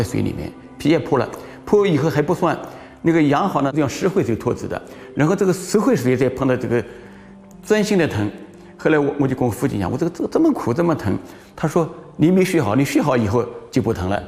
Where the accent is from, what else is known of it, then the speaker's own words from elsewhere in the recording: Yangzhou, Jiangsu, China; now in Shanghai, China; 刚才讲我是扬州人嘛，当时我就立下一个心愿，不但要做好笔，还是做好人。我到上海以后，一定要做一个让人瞧得起的人。